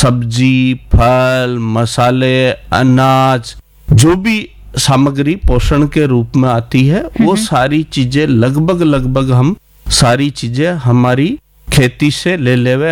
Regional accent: Rajasthan, India; हम जिस एरिया से आते हैं या हमारा जो वागड़ है हमारे यहाँ पे हर किसान की एवरेज अगर हम खेत देखेंगे तो मुश्किल से 4 बीघा 5 बीघा 6 बीघा मतलब हमारे पास ज्यादा जमीन नहीं है

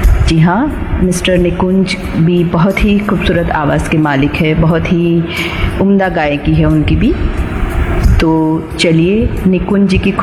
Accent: Vadodara, Gujarat, India; नमस्कार दोस्तों … वडोदरा गुजरात से लेकर आ गई हूँ

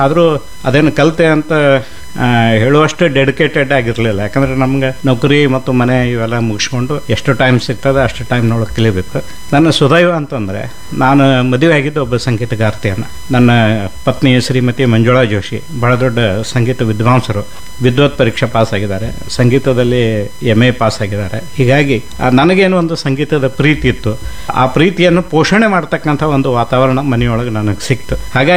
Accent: Pachapur, Karnataka, India; So 63 ನಾನು ಹುಟ್ಟಿದ್ದು, 1963. ಬಾಲ್ಯ ಪಾಚಾಪುರದಲ್ಲೇ.

